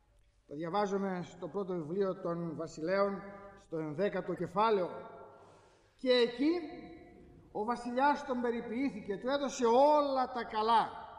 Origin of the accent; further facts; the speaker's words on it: Greece; Είμαστε τόσο εγωκεντρικοί και ατομικιστές σαν Έλληνες